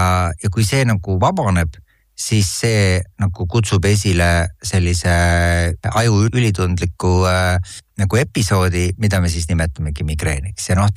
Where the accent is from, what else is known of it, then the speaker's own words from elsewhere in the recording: Otepää, Valga County, Estonia; ma olen Otepäält pärit